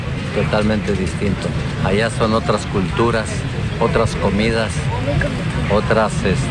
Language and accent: Spanish; Cancún, Quintana Roo, Mexico; also born or lived in Chihuahua; Nacido en Chihuahua, pero ya crecido acá en Cancún.